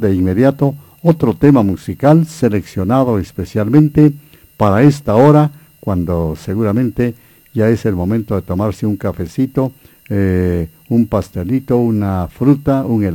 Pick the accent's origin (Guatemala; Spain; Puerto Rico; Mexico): Guatemala; guatemaltecos somos nosotros